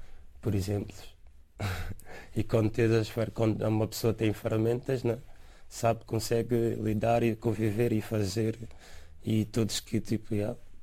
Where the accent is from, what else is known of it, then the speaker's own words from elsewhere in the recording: São Tomé & Príncipe; moved away as an adult; now in Portugal; eu sou de São Tomé e Príncipe, estou em Portugal a viver há 3 anos.